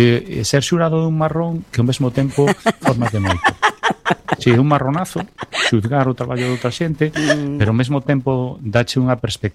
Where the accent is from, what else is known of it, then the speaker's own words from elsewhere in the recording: Ferrol, Galicia, Spain; now in Narón, Spain; Mira, eu son de Ferrol.